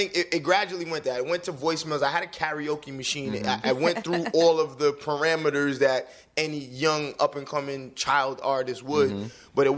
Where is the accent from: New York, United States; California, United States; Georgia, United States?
New York, United States; Long Island; But I grew up in Long Island, a musical home.